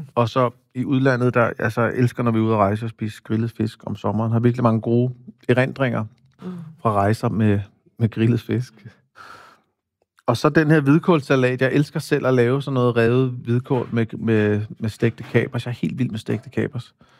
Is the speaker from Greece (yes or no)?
yes; Greece; now in Denmark; Det er også en hilsen til min barndom i Grækenland.